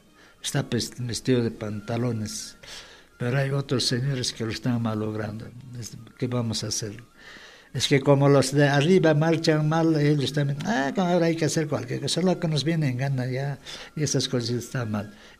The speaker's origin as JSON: {"language": "Spanish", "country": "Peru", "tie": "born or raised there", "said": "en mi tierra también, en Uifita antes"}